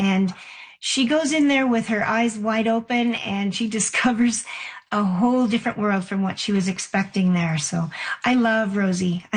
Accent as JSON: {"language": "English", "town": "Toronto", "region": "Ontario", "country": "Canada", "tie": "born or raised there", "moved": "yes", "said": "it's a city where I grew up"}